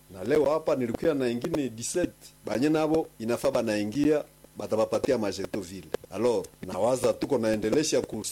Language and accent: Swahili; Butembo, North Kivu, DR Congo; mgini ya kwetu hapa Butembo